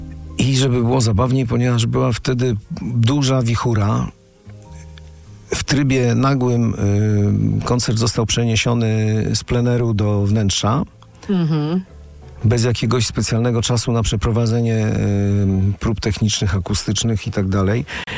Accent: Warsaw, Masovian Voivodeship, Poland; also born or lived in Łódź; Kiedy wróciłem do Warszawy, bo studiowałem w Łodzi, ale jestem warszawiakiem i wróciłem do swojego rodzinnego miasta po studiach.

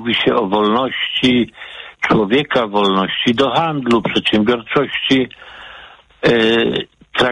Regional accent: Poznań, Greater Poland Voivodeship, Poland; kłania się rodowity Poznaniak, czyli

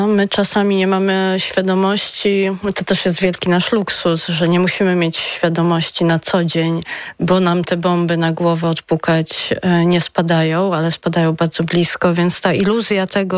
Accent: Lublin, Lublin Voivodeship, Poland; Ja pochodzę z Lublina

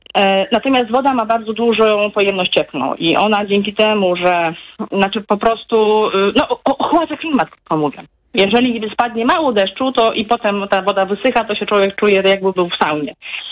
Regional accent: Warsaw, Masovian Voivodeship, Poland; I tutaj przedstawię taki przykład. Ja jestem z Warszawy.

